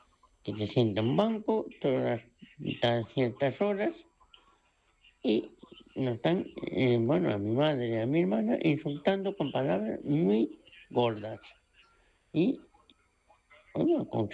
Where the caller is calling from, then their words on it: Poio, Galicia, Spain; de Pollo de Pontevedra.